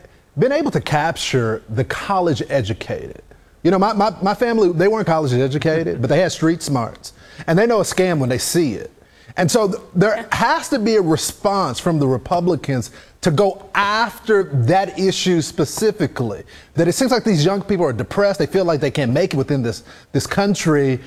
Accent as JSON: {"language": "English", "region": "Texas", "country": "United States", "tie": "born or raised there", "said": "Just look at who they nominated to run in my home state of Texas."}